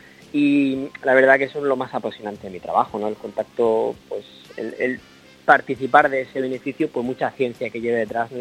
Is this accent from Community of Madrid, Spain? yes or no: no; Motril, Andalusia, Spain; yo adoro mi tierra, adoro Motril, y es mi lugar